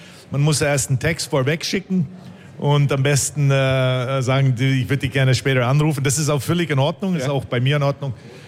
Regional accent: Winnipeg, Manitoba, Canada; moved away; als ich als Jugendlicher in Winnipeg aufgewachsen bin.

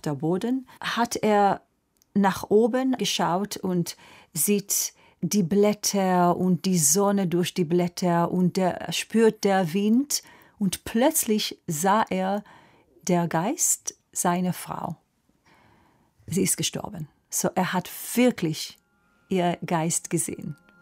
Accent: Israel; German is a second language; Meine Heimat ist aber Israel, wird immer Israel sein. Es ist ein sehr besonderes Land mit allem Schmerz und Probleme. Und ich fühle eine sehr tiefe Verbindung. Vielleicht, weil meine Kindheit da war

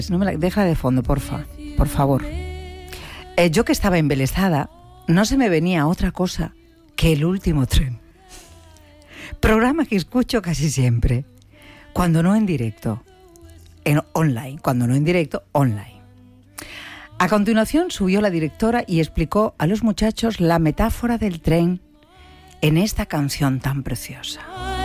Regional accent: Badajoz, Extremadura, Spain; del Rodríguez de Moñino de Badajoz. Bueno, mira, mi tierra.

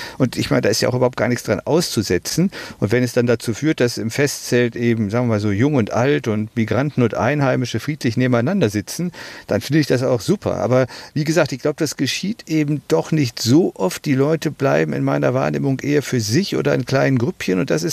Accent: Düsseldorf, North Rhine-Westphalia, Germany; persönlich so Kindheitserinnerungen geweckt hat an das jährliche Schützenfest in Düsseldorf-Benrath, wo ich groß geworden bin.

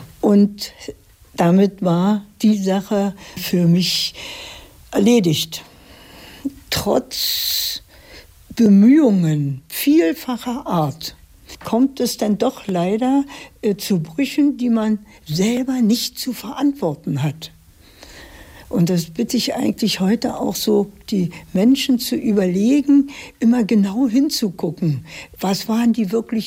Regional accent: Berlin, Germany; Und das jeden Tag von Pankow nach dem Wedding in die Schule ging sehr gut, war eine wunderbare Zeit.

